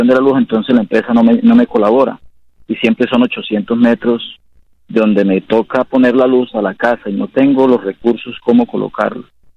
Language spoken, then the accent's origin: Spanish; Norte de Santander, Colombia; now in La Paz, Colombia; yo salí del norte del Santander, desplazado por cuestiones de violencia, entre grupos armados, pues tuve que dejar todo botado, tirado, y en este momento estoy aquí en el Cesar, especialmente aquí en el municipio de La Paz.